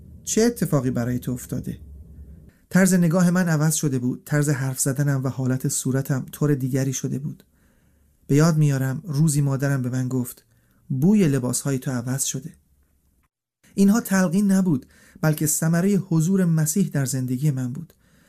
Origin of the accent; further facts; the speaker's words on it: Iran; born there; من در یک خانواده نسبتاً مذهبی در ایران متولد شدم.